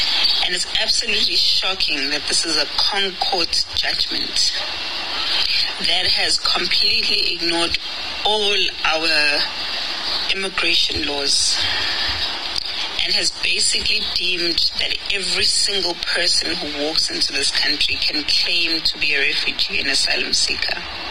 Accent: South Africa; Being South African is really, really, really tough. But we are South African.

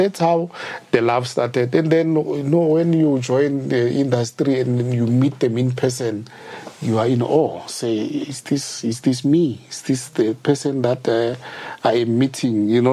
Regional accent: Gauteng, South Africa; I grew up in outside Pretoria. And you know, Pretoria have got their own language

